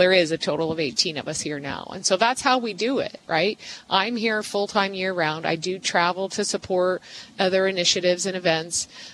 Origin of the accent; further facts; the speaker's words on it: Decatur, Illinois, United States; now in Springfield, United States; I'm from Decatur.